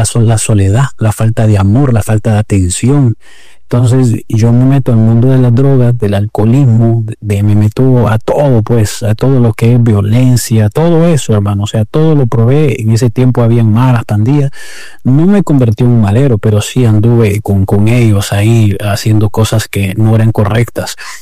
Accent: Tegucigalpa, Francisco Morazán, Honduras; pues soy aquí de Tegucigalpa, Honduras, y soy un hombre de fe.

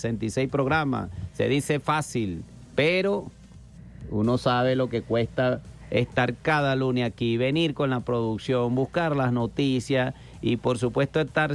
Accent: Venezuela

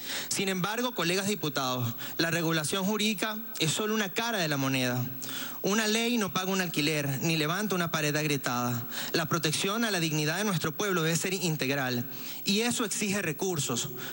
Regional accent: Venezuela; vivimos como venezolanos

